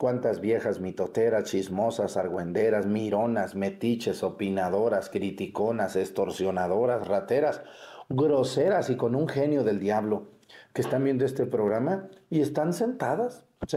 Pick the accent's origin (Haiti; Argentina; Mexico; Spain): Mexico; imagínense, si a ustedes y a mí, que somos mexicanos, díganme quién de ustedes le encanta pagarle impuestos al SAT.